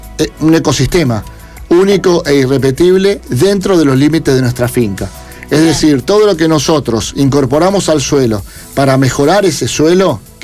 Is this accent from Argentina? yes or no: yes; Argentina; Imagínate, sí, que todo nuestro personal técnico es mendocino, somos argentinos todos